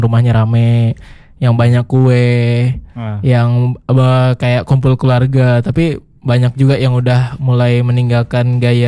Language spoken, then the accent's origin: Indonesian; Singkawang, West Kalimantan, Indonesia; Singkawang.